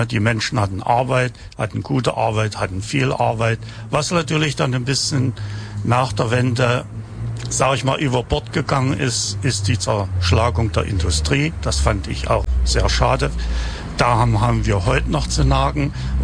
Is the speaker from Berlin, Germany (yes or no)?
no; Hohenmölsen, Saxony-Anhalt, Germany; Also ich komme ja, bin geboren in Hohenmölzen, bin aufgewachsen, und Zeitz war für uns als Kinder die Weltstadt.